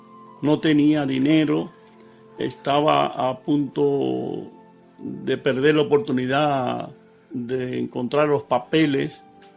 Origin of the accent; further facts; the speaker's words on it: Cuba; now in Barcelona, Spain; Y precisamente cuando yo salí de Cuba, ella se quedó allá.